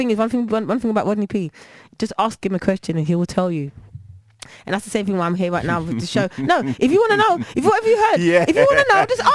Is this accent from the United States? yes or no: no; Germany; moved away as an adult; also born or lived in South London; now in England; because I grew up in England first, and then I moved to Germany when I was four, I had the community of the Jamaican diaspora